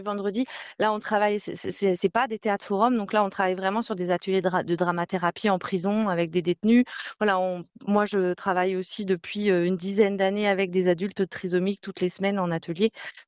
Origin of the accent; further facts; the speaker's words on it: Normandy, France; Nous, on est basé dans le 20e, en fait, sur Paris. Après, moi, je suis originaire de l'Orne.